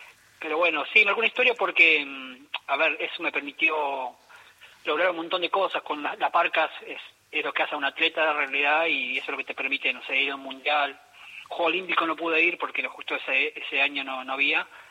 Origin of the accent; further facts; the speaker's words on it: Entre Ríos, Argentina; 9 de julio Villaguay, que está cerca de mi pueblo